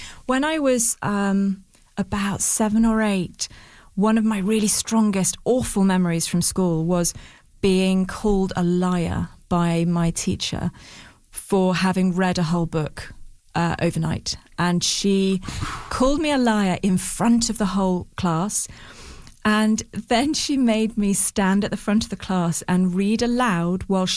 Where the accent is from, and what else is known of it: United Kingdom